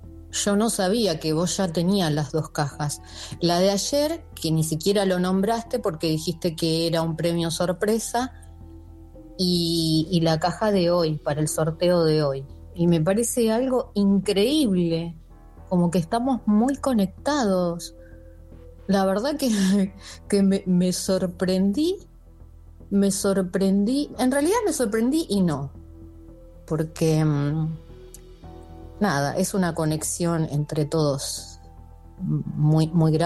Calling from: Lomas de Zamora, Buenos Aires Province, Argentina; Ah, me olvidé de decir mi nombre … de Lomas de Zamora.

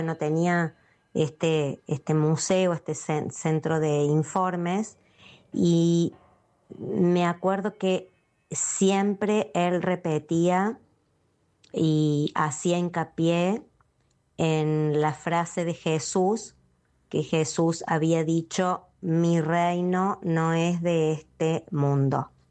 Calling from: Córdoba, Argentina; de Córdoba.

